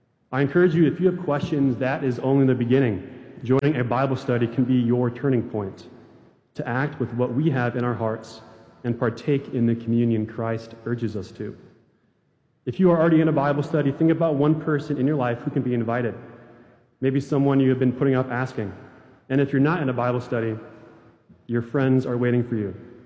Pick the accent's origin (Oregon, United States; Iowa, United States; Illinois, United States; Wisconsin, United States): Wisconsin, United States; now in Winona, United States; I'm from Wisconsin